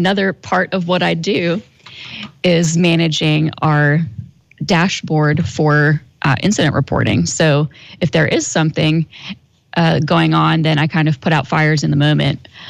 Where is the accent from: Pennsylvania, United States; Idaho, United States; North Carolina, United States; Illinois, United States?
Pennsylvania, United States; York; also born or lived in Hershey, Pennsylvania; now in Sumter, United States; Originally, I am from York, Pennsylvania.